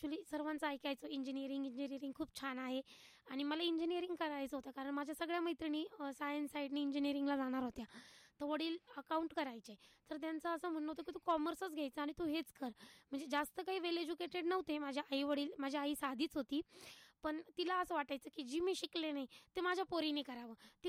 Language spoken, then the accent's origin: Marathi; Ahmednagar, Maharashtra, India; also born or lived in Malegaon; मी मूळची अहिल्यानगरचीच आहे, माझं बालपण इथलंच आहे. माझा जन्म हा मालेगावमध्ये झाला, पण वडील प्रॉपरचे इथलेच असल्यामुळं अहिल्यानगरमध्येच माझं बालपण लहानची मोठी मी इथेच झाली आहे.